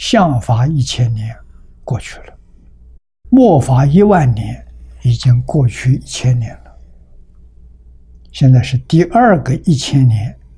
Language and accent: Chinese; China; 我们中国人